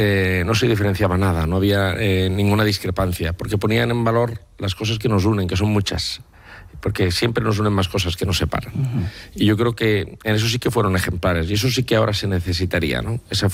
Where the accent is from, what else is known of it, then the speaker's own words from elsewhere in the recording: Valencian Community, Spain; de lo que somos los valencianos.